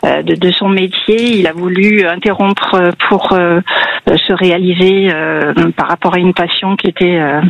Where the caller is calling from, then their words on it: Île-de-France, France; De l'Essonne, d'une petite ville à côté d'Évry.